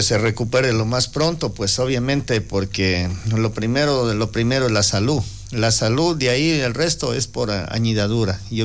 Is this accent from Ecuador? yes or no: yes; Loja, Ecuador; Como lojano, pues, un latinoamericano y lojano prácticamente.